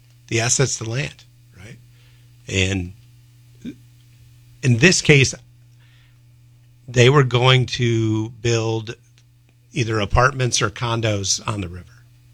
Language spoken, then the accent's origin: English; Halfmoon, New York, United States; near where I grew up in Half Moon